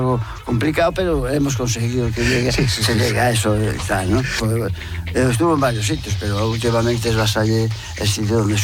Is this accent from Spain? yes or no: yes; Madrid, Community of Madrid, Spain; born there; moved away as an adult; now in Santiago de Compostela, Spain; yo soy de Madrid, yo nací en Madrid.